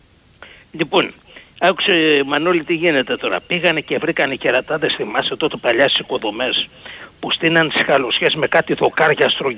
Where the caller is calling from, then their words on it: Greece; εγώ μιλάω σαν Έλληνας.